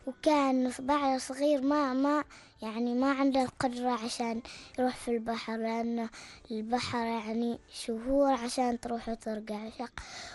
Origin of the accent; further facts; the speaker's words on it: Oman; من بلدي عمان الحبيبة